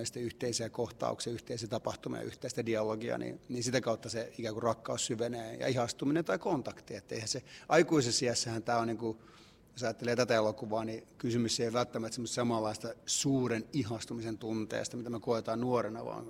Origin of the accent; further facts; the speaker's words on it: Cyprus; koska olen Kyprokset kotoisin, ollut Kyproksella häissä.